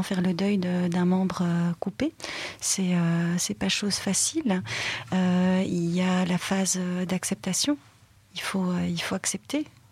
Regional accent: Belgium; born there; le plat pays, ben, c'est le mien. J'ai beaucoup voyagé et je voyagerai toujours. Mais voilà, c'est ma terre natale et elle est si belle.

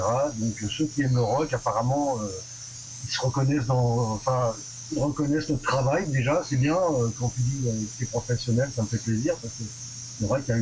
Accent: Angers, Pays de la Loire, France; now in Amiens, France; Je suis natif d'Angers, j'ai commencé là-bas à faire de la musique. J'ai remonté un groupe en arrivant à Amiens

